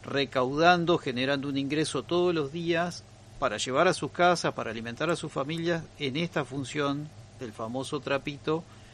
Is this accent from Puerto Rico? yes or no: no; Argentina; para nosotros, para los argentinos